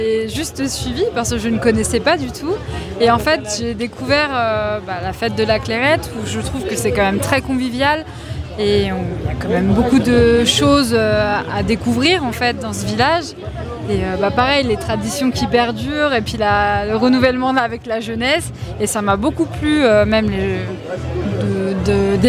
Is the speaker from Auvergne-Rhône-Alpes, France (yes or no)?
yes; Aurel, Auvergne-Rhône-Alpes, France; Je suis originaire d'Aurel, mais... Voilà, maintenant je suis ici.